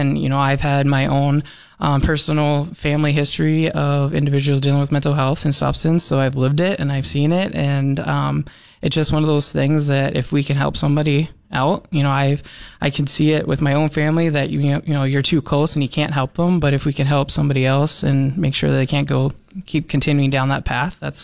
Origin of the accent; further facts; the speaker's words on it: Pittsburgh, Pennsylvania, United States; I'm from the Pittsburgh area